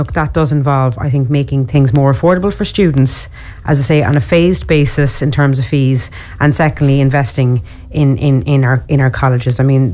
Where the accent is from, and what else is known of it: Ireland